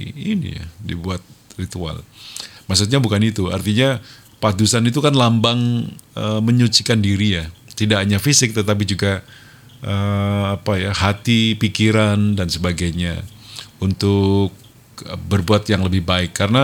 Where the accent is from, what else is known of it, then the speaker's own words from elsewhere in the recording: Java, Indonesia; Sebagai orang Jawa kuno, tentu acara padusan.